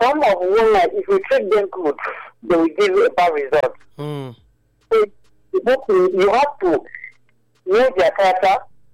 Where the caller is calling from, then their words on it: Taraba, Nigeria; I am calling from Taraba State.